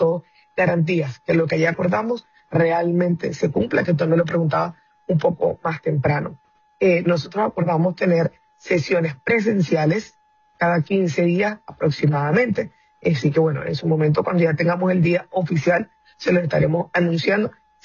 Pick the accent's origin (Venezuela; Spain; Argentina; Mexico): Venezuela; Zulia; yo particularmente que soy del estado de Zulia, vivo constantemente los racionamientos